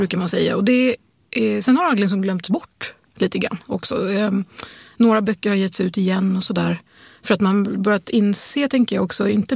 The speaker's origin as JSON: {"language": "Swedish", "town": "Örebro", "region": "Örebro County", "country": "Sweden", "tie": "born or raised there", "said": "jag växte upp i Örebro, så att det var ju liksom 20 mil till Stockholm"}